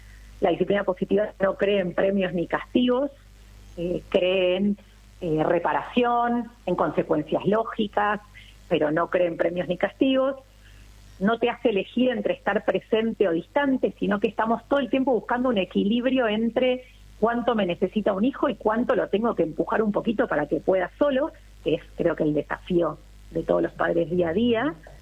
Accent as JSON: {"language": "Spanish", "region": "Buenos Aires", "country": "Argentina", "said": "yo soy de Capital Federal, Buenos Aires, vivo acá en el centro con mi marido"}